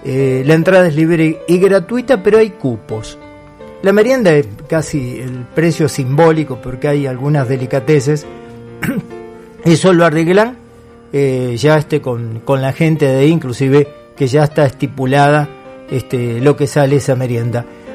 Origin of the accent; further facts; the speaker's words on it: Santa Fe, Argentina; no somos puntuales los santafesinos.